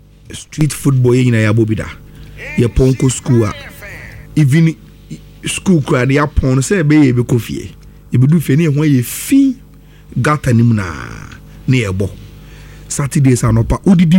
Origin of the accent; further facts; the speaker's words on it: Ghana; Your instinct to say football say in your bone no no say the to your ability as Ghanaian will be up a boy